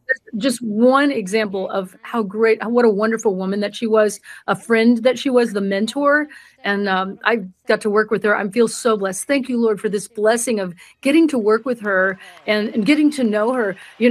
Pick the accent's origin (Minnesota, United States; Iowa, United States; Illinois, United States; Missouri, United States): Missouri, United States; Greentop; I'm from Greentop, Missouri, a very tiny town in northern Missouri.